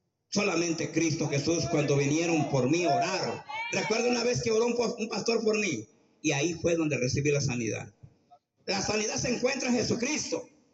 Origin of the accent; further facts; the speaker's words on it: Aquila, Michoacán, Mexico; Provengo de una familia muy religiosa. Soy originario de Aquila, Michoacán.